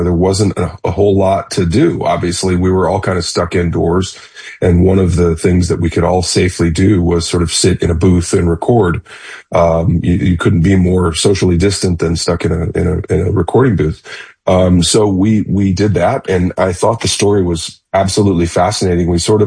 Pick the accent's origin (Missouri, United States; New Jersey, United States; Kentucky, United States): Missouri, United States; St. Louis; Again, like I said, I grew up in St. Louis in the 70s. We had KMOX radio for the news.